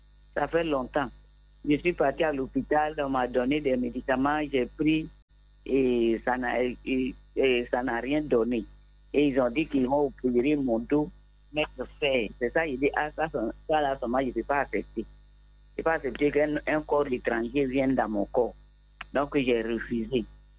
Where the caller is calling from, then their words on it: Abidjan, Côte d’Ivoire; Je vous appelle de Yopougon.